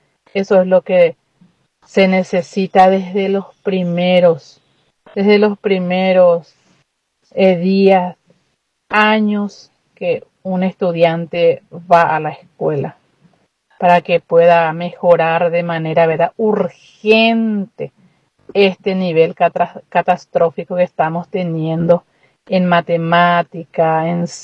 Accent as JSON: {"language": "Spanish", "region": "San Pedro", "country": "Paraguay", "said": "soy de San Pedro, de una escuela rural, y me pareció muy interesante de qué pensamos como docente, lo que hace falta en nuestro querido Paraguay."}